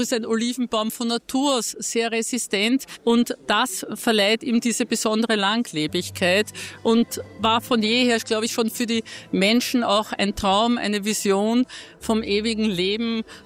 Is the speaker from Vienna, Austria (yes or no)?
yes; Vienna, Austria; moved away; Ich bin ein Wiener Stadtkind.